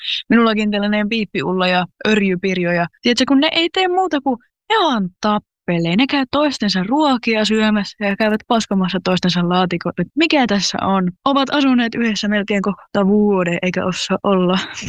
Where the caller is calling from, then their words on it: Kuopio, North Savo, Finland; Kuopiosta